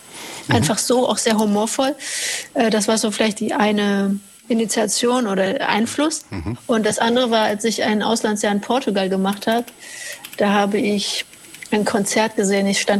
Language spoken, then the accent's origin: German; Halle, Saxony-Anhalt, Germany; Orten meiner Kindheit und Jugend in Halle. Dort bin ich aufgewachsen.